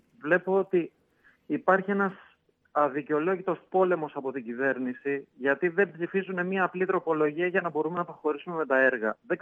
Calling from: Sheffield, Yorkshire and the Humber, United Kingdom; Καλησπέρα, Σταύρο. … από το Σέφιλντ.

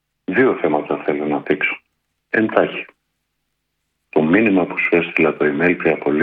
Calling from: Palermo, Sicily, Italy; Καλημέρα σε εσάς από το Παλέρμο. Από το χωριό της μητέρας μου.

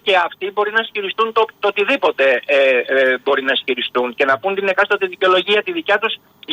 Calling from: Greece; είμαι Έλληνας πολίτης

